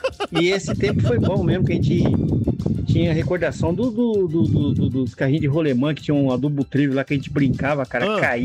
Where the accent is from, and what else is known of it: Maracaju, Mato Grosso do Sul, Brazil; born there